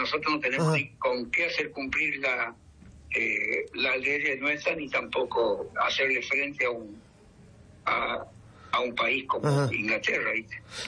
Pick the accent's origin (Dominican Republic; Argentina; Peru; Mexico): Argentina; estoy hablando como combatiente y como como argentino.